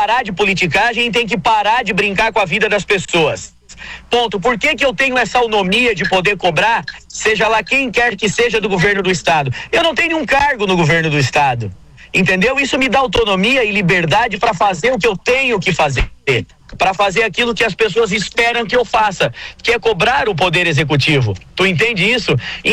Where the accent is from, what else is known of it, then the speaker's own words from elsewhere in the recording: Santa Catarina, Brazil; Eu faço parte da bancada da Grande Florianópolis, mas eu sou do Sul do estado.